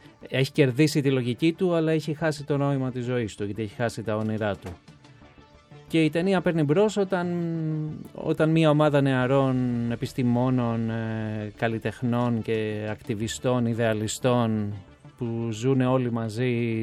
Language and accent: Greek; Greece; ως Έλληνας πολίτης και ως Ευρωπαίος πολίτης και ως παγκόσμιος πολίτης